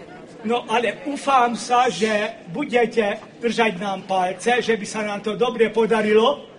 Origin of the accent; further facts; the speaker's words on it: Sámsonháza, Nógrád, Hungary; Veľmi sme zďaleka prišli zo Šamšonházu, to je veľmi pekná dedina. Taká hádana není to v Maďarsku.